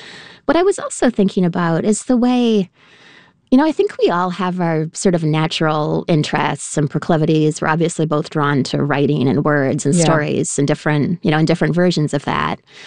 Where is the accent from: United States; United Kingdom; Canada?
Canada; I'm from Canada and I'm training a temporary dance and I don't have a high school diploma.